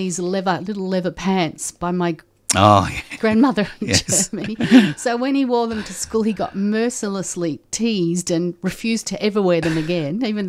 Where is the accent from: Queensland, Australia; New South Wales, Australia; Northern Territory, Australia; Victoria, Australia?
Victoria, Australia; Melbourne; born there; also born or lived in Altona; we moved from Altona to Essendon.